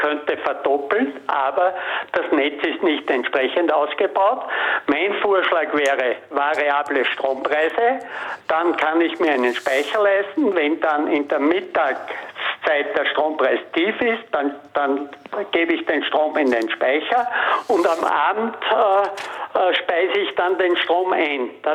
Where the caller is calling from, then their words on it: Bad Leonfelden, Upper Austria, Austria; ich bin aus Bad Leonfelden